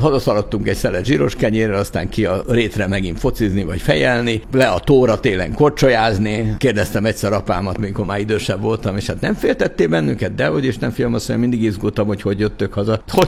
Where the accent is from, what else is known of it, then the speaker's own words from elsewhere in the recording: Agárd, Fejér, Hungary; also born or lived in Budapest; Igen, én 4 éves voltam, amikor Zuglóból oda költöztünk, mert államosított édesapám pékségét, és lementünk az agárdi házunkba.